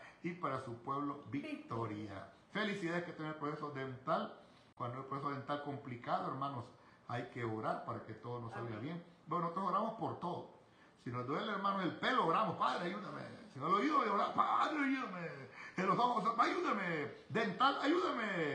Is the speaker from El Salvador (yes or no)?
yes; El Salvador; Los que somos salvadoreños, andar en el monte, pule garrapata, es lo normal.